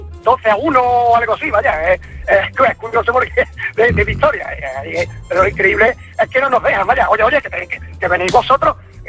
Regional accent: Fuente Palmera, Andalusia, Spain; Yo soy de Fuente Valmera, Córdoba, y pertenezco a la peña del Barcelona

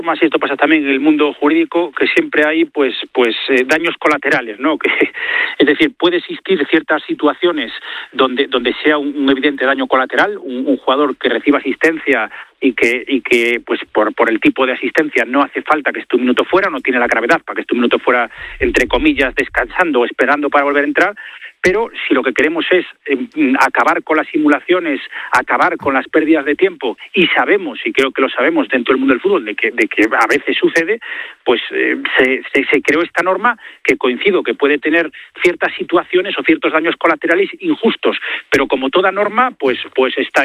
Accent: Spain

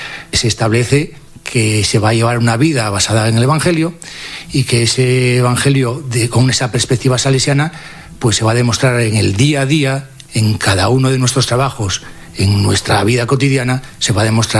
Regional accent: La Felguera, Asturias, Spain; now in Oviedo, Spain; yo vengo de una familia cristiana, soy de La Floguera, ya llevo muchos años viviendo aquí en Oviedo

